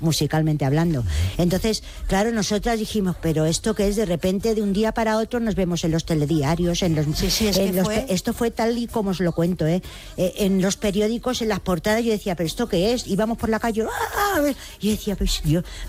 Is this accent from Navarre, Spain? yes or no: no; Madrid, Community of Madrid, Spain; now in Móstoles, Spain; O sea, que no somos de Móstoles, ¿eh? Somos madrileñas. Lo que pasa que es verdad que vivimos en Móstoles ya hace muchísimos años, pero somos gatas